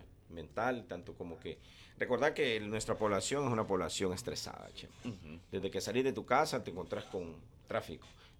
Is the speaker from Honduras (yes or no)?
yes; Honduras; ¿de dónde sos? De Honduras.